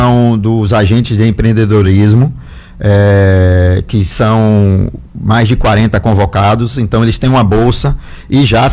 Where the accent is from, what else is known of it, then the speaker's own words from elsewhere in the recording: Ibirataia, Bahia, Brazil; moved away; Birataia, como sempre, uma cidade acolhedora. Eu costumo dizer que eu não sou nascido lá, mas eu sou de Birataia.